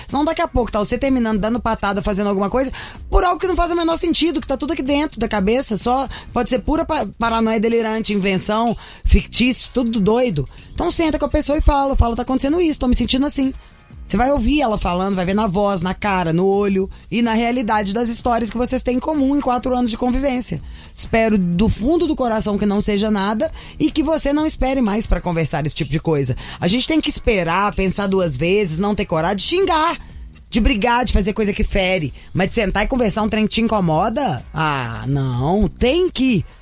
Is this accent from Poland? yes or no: no; Minas Gerais, Brazil; Eu sou mineira.